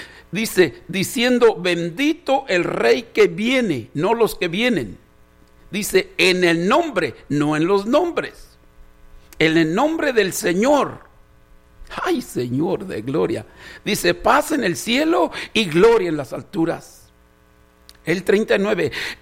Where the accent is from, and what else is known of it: Mexico